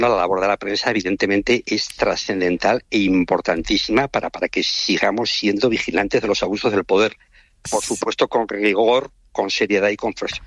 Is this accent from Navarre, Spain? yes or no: yes; Pamplona, Navarre, Spain; el piso en el que vivía en Pamplona, muy cerca al Colegio de Jesuitas, donde yo había estudiado, yo soy de Pamplona.